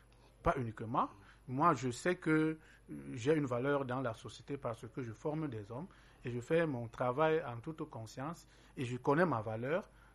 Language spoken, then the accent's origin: French; Cameroon; je suis Camerounais.